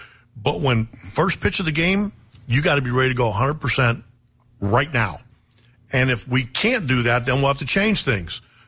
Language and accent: English; Pennsylvania, United States; It's, you know, I grew up in Western Pennsylvania, mm-hmm. which is very Midwest.